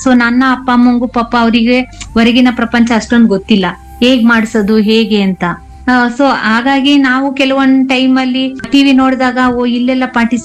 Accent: Karnataka, India; born there; also born or lived in Mysore; 1-7 ನಾನು ಕಂಚುಗರ ಕಪ್ಪಲಲ್ಲಿ ಓದಿದ್ದು, 7th P U ನಮ್ಮ ಊರಿನ ಪಕ್ಕ 4 ಕಿಲೋಮೀಟರ್ ಕಿಸ್ತೂರ್ ಕಪ್ಪಲು. ನೆಕ್ಸ್ಟ್ 2 ಡಿಗ್ರಿ ಇನ್ನಾಗ ಕೆಆರ್ ನಗರದಲ್ಲೇ ಮಾಡಿದ್ದು.

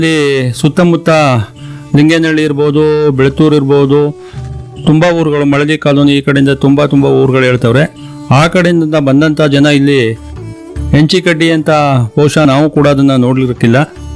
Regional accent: Hanchipura, Karnataka, India; ಯಾಕೆಂದರೆ ನಮ್ಮ ತಾತ ಕೂಡ ಪುಟ್ಸಮಯ್ಯ ಅಂತಂದ್ಬಿಟ್ಟು ಈ ಊರಿನ ಮುಖಂಡರಾಗಿದ್ದವರು

